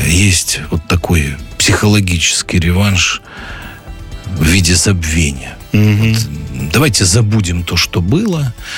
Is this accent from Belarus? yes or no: yes; Belarus; мы, белорусы, нация сплоченная, дружная и нация, которая не отвергает никакие периоды своей истории